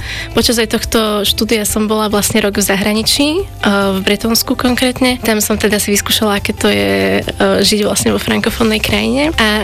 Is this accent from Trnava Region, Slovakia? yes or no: no; Bratislava, Bratislava Region, Slovakia; som z Bratislavy a mám 27 rokov.